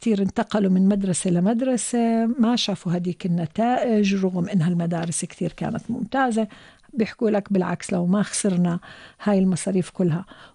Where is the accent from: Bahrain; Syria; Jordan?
Jordan; عندنا بالأردن